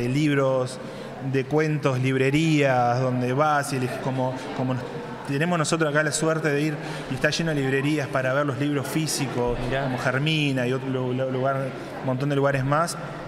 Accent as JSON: {"language": "Spanish", "town": "Rosario", "region": "Santa Fe", "country": "Argentina", "moved": "yes", "lives_now": "Buenos Aires, Argentina", "said": "Yo soy de Rosario."}